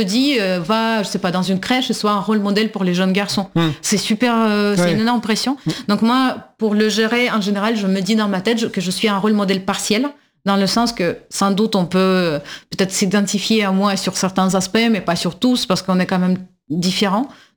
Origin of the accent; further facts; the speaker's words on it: Russia; je suis pas géorgienne, mais je suis russe